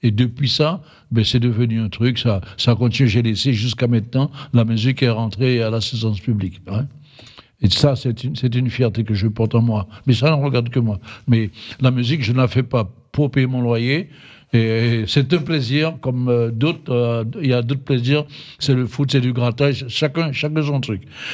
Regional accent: French Guiana; moved away; Je suis guyanais.

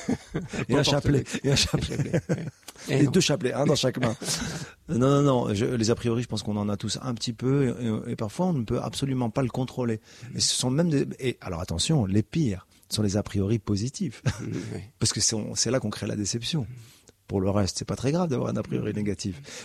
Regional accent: Casablanca, Casablanca-Settat, Morocco; born there

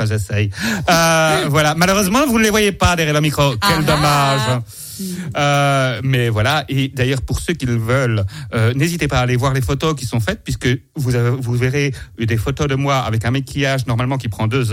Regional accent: Brussels, Brussels-Capital Region, Belgium; also born or lived in Paris; now in Champagnole, France; ici, en plus, dans le Jura, moi, il faut savoir que, comme je l'ai dit dans le sketch, je suis belge d'origine, je viens de Bruxelles. Donc il faut s'imaginer venir de Bruxelles. Je ne connaissais pas du tout le Jura

